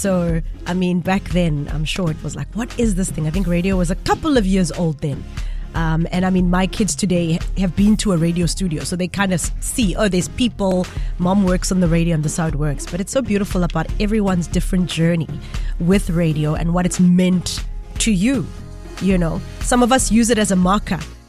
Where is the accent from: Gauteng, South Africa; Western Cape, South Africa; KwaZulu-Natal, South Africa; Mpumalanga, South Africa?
Gauteng, South Africa; Johannesburg; And I was coming in from Joburg, having lived in Joburg my whole life, and listening to East Coast Radio coming in.